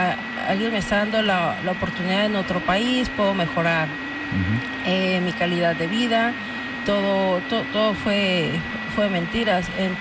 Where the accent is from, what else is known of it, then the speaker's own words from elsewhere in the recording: Mexico; also born or lived in Guadalajara / Tijuana; Soy de México.